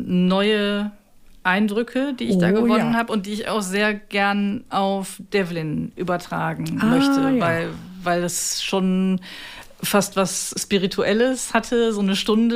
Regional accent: Herten, North Rhine-Westphalia, Germany; now in Bremen, Germany; Aber am 7. November zum Beispiel bin ich in Herten-Westerholt in meiner Heimat

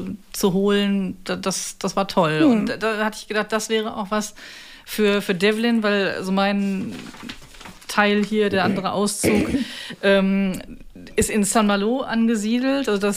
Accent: Herten, North Rhine-Westphalia, Germany; now in Bremen, Germany; Aber am 7. November zum Beispiel bin ich in Herten-Westerholt in meiner Heimat

